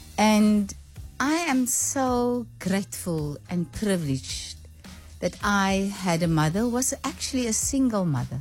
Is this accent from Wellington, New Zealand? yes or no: yes; Wellington, New Zealand; born there; And when I was born in Wellington